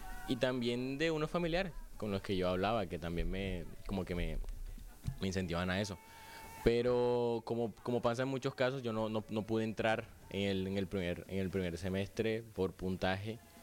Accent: Cereté, Córdoba, Colombia; soy de CRT, oriundo de ahí, nacido de ahí. Tarjeta de identidad, CRT Córdoba, cédula CRT Córdoba, creo que registro civil también.

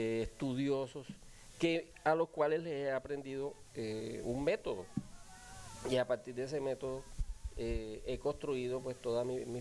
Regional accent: Cereté, Córdoba, Colombia; salí de mi tierra, de CRT, y conocí muchos otros municipios, otros departamentos. Y regresé

